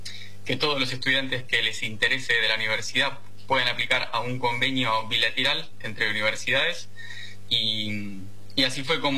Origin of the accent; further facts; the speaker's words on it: Quilmes, Buenos Aires Province, Argentina; moved away as an adult; now in Wuhan, China; Yo soy originario de Quilmes